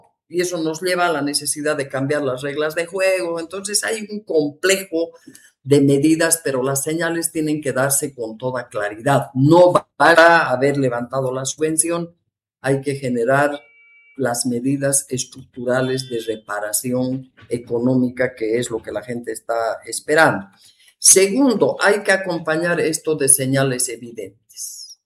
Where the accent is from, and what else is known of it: Bolivia